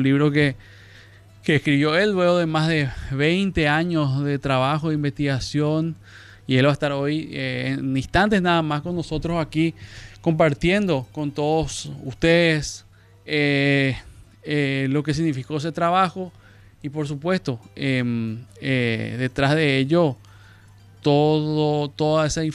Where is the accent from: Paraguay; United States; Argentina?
Paraguay; todo aquello que nos identifica como paraguayo